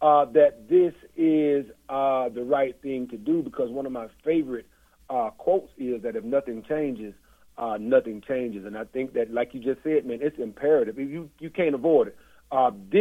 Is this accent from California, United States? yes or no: no; Tallahassee, Florida, United States; born and raised in Tallahassee.